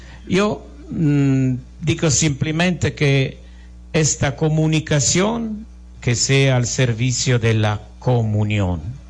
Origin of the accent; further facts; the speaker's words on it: Italy; Spanish is a second language; moved away as an adult; also born or lived in Jocotán, Guatemala; soy un sacerdote italiano. Estoy aquí solamente por un tiempo de vacaciones. Yo conozco Guatemala hace muchos años